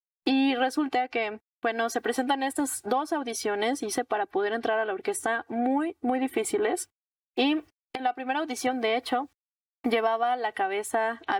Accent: Xalapa, Veracruz, Mexico; Yo tenía 7 años cuando ingresé al Centro de Iniciación Musical Infantil en Jalapa. Soy de Jalapa, Veracruz.

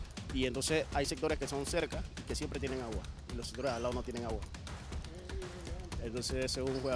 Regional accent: Arraiján, Panamá Oeste, Panama; Yo soy de Arraiján.

